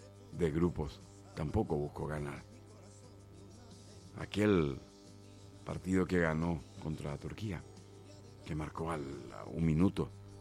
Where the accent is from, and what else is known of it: Paraguay